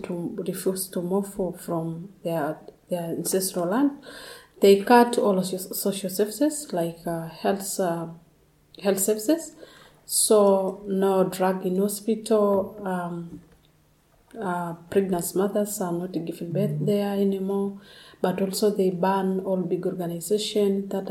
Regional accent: Tanzania; from Tanzania, northern part.

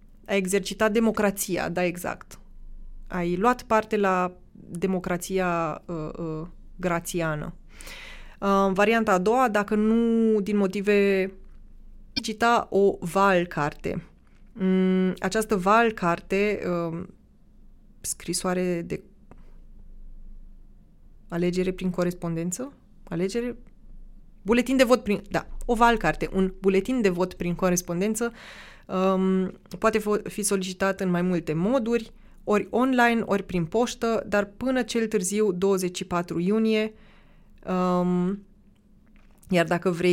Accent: Romania; now in Graz, Austria; eu sunt român brea, așa că hai să vorbim puțin despre asta

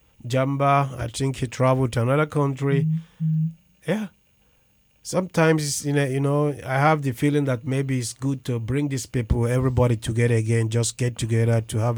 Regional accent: Nigeria; moved away as an adult; now in Austria; I'm from Nigeria, based in Austria.

